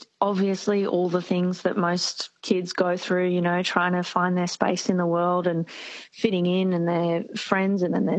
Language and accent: English; Queensland, Australia; I'm from Southeast Queensland